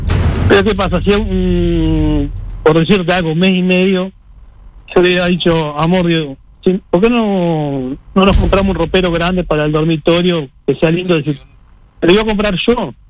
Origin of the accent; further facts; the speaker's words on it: Uruguay; A ver, somos uruguayos y nos matamos trabajando.